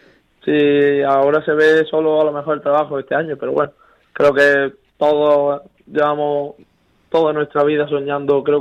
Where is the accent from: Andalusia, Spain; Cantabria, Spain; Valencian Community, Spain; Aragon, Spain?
Andalusia, Spain; Albuñol; moved away; haber tenido mi infancia y mi juventud en Albuñol